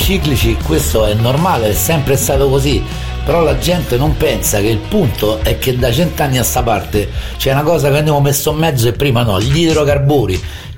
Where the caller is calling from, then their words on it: Rome, Lazio, Italy; Io sono di Monteverde, ragazzi, e c'ho Villa Panfilicino